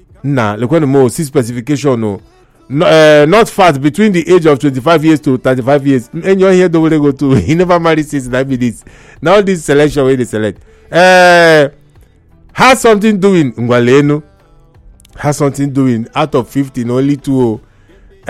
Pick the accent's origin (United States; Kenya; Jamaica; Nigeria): Nigeria; Rivers; from River State, based in Port Harcourt.